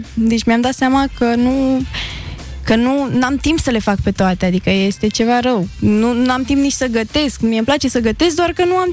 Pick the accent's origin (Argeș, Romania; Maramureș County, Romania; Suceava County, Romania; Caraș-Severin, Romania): Suceava County, Romania; Suceava; Eu sunt din Suceava.